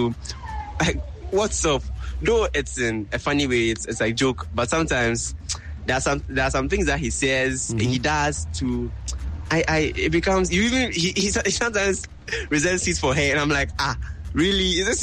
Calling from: Osu, Greater Accra, Ghana; I'm speaking from Usu.

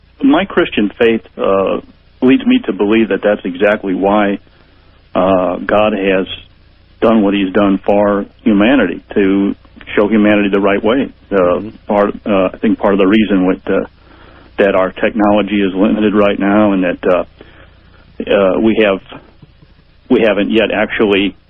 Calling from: St. Louis, Missouri, United States; Well, I'm calling from St. Louis

